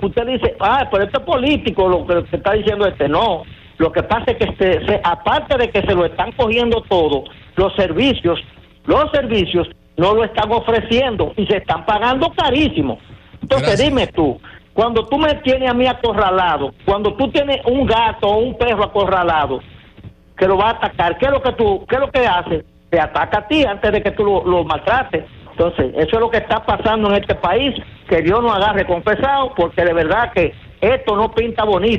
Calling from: Dominican Republic; yo soy dominicano

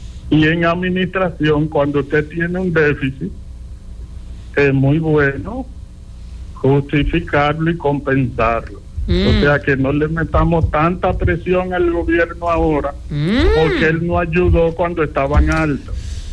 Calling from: Moca, Espaillat, Dominican Republic

